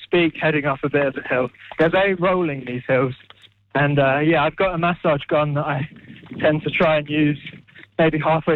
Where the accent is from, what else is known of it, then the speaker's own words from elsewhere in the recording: London, United Kingdom; I'm from London